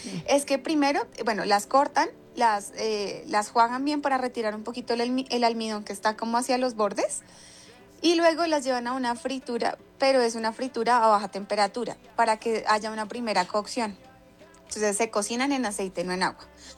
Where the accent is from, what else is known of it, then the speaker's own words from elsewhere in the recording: Colombia; los colombianos somos muy generosos